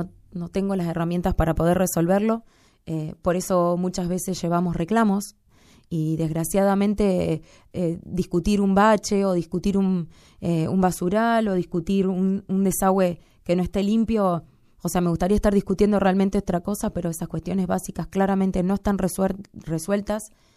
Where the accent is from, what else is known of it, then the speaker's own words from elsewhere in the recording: Ramallo, Buenos Aires Province, Argentina; las personas que habitan nuestra ciudad